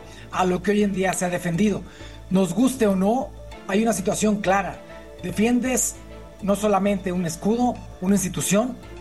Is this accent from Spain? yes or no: no; Mexico; todos como mexicanos, como aficionados, como gente involucrada en nuestro fútbol